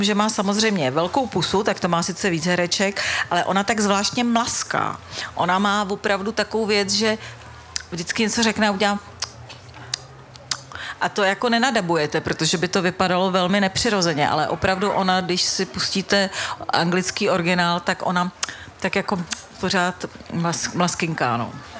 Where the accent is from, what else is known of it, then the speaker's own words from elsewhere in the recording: Prague, Czechia; Jsem z Praha